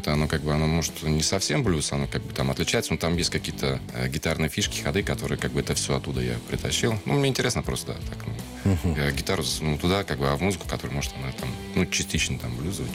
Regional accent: Ryazan, Ryazan Oblast, Russia; moved away as an adult; now in Moscow, Russia; я сам родом из Рязани, да, ну, живу уже лет 15 раз, живу, работаю здесь, в Москве.

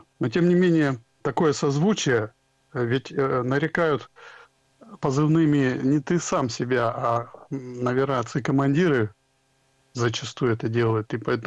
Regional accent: Volgodonsk, Rostov Oblast, Russia; born or raised there

